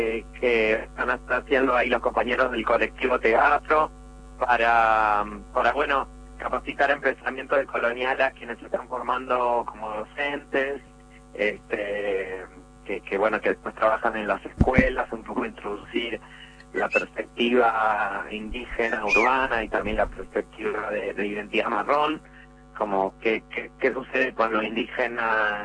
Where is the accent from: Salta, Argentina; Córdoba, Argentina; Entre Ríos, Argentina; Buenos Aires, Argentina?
Salta, Argentina; born there; moved away; en mi caso, que yo nací en Salta, nos tuvimos que ir por una situación de pobreza muy extrema.